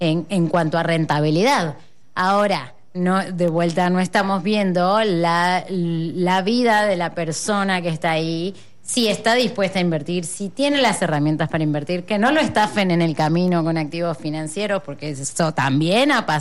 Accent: Argentina; moved away as an adult; now in Mexico; el caso de donde vengo, de Argentina

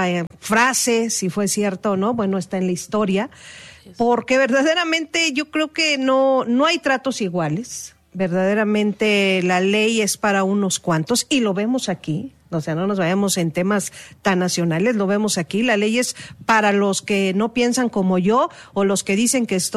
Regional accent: Mexico; en todos somos mexicanas, mujeres, y es el feminicidio aquí y en Baja California

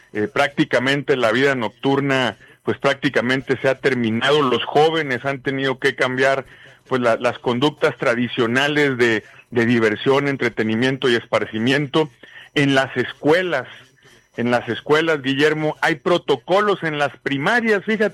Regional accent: Sinaloa, Mexico; quien más pierde somos los sinaloenses

